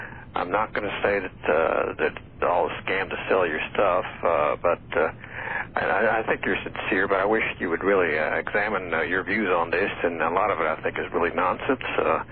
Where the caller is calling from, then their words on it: El Paso, Texas, United States; I'm calling from El Paso.